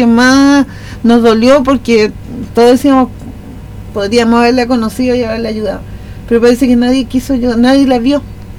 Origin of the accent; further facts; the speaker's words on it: Chile; un deber que tenemos como ciudadanos chilenos